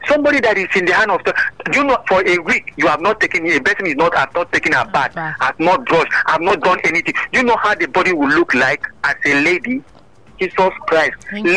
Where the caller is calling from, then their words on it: Antigua & Barbuda; calling from Antigua.